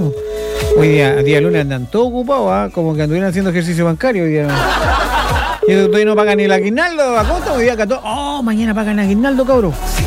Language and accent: Spanish; Padre Las Casas, Araucanía, Chile; Padre de las Casas, yo vengo allá, Padre de las Casas, pues. De allá soy oriundo.